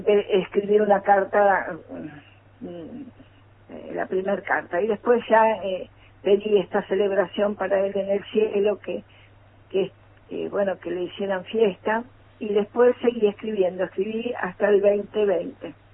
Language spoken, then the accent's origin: Spanish; Buenos Aires, Argentina; yo vengo de Buenos Aires, así que espero poder desarrollarlo un poquito